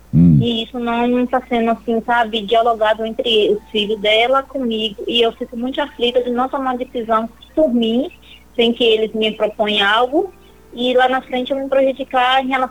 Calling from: Salvador, Bahia, Brazil; De Salvador.

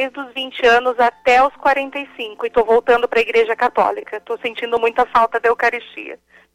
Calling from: Campinas, São Paulo, Brazil; Eu falo de Campinas

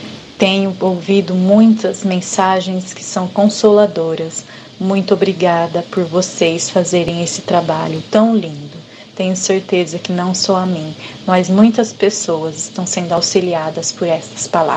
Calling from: Paraná, Brazil; sou do Paraná.

